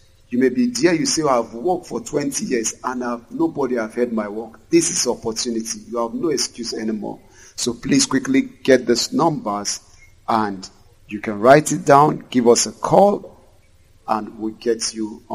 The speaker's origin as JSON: {"language": "English", "region": "Lagos", "country": "Nigeria", "said": "The moment I got to the gate, I said, I'm the artist from Lagos."}